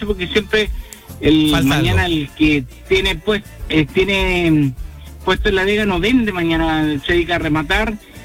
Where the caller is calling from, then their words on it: Concepción, Biobío, Chile; aquí en la Vega Monumental.